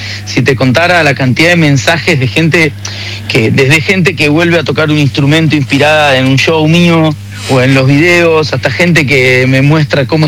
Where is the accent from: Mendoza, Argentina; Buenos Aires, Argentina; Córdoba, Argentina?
Buenos Aires, Argentina